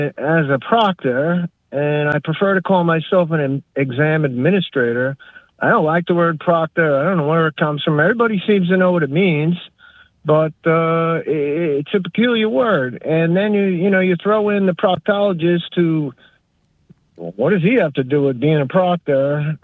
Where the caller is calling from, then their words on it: New York, United States; I'm calling from Hapag, New York.